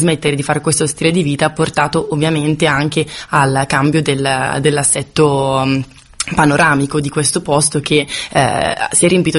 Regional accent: Bergamo, Lombardy, Italy; Io per esempio sono nata e cresciuta in città, a Bergamo

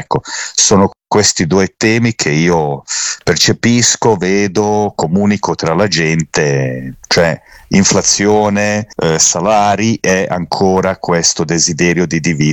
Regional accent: Sarajevo, Federation of Bosnia and Herzegovina, Bosnia & Herzegovina; Io sono di Sarajevo e seguo naturalmente Sarajevo, il capitale, eccetera.

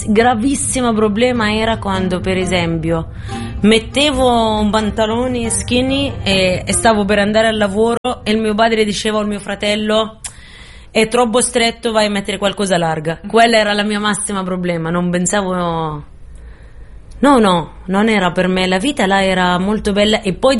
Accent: Gaza Strip, Palestine; moved away as an adult; also born or lived in Germany; come ho lasciato la striscia di Gaza o come quando ero a 20 anni

